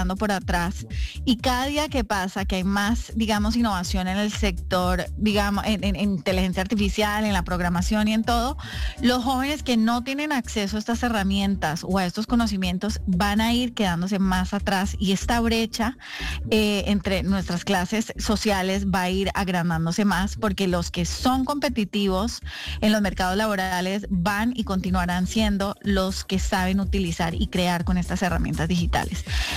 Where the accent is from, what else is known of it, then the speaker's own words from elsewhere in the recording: Costa Rica; also born or lived in Medellín, Colombia / New York, United States; Yo soy originalmente de Medellín, nacida en Medellín, pero me fui a Costa Rica cuando tenía 2 años casi por la violencia que había en Medellín en esa época. Mis papás decidieron salir del país. Me crié en Costa Rica